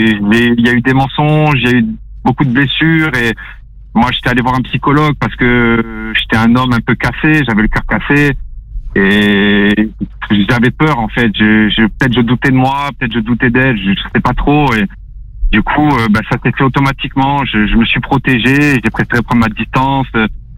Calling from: Nice, Provence-Alpes-Côte d'Azur, France; je suis à Nice

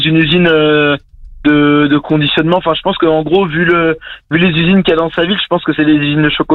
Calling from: Île-de-France, France; Bah moi j'ai 21 ans, du coup je suis à Metz dans le 91, à côté des Temples.

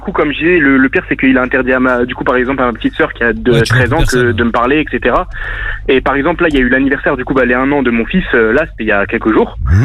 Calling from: Toulon, Provence-Alpes-Côte d'Azur, France; moi je suis à Toulon

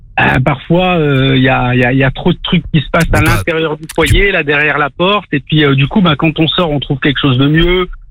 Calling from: Lille, Hauts-de-France, France; J'habite à Lille, mais je travaille beaucoup à Paris.

